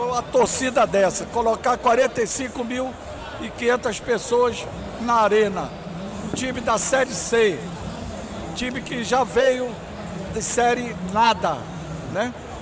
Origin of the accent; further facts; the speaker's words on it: Recife, Pernambuco, Brazil; eu sou da Torre Madalena